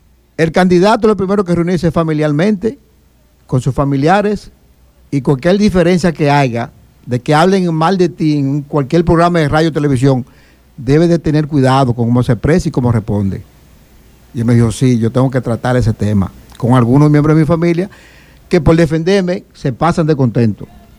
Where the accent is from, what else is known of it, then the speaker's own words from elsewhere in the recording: Pedernales, Dominican Republic; vivo eternamente agradecido de mi pueblo